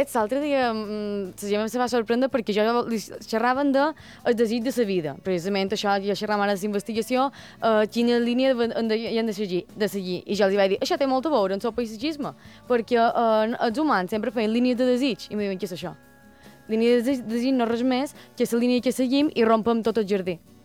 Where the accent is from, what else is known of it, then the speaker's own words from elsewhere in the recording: Manacor, Balearic Islands, Spain; De Manacor, crec que se nota.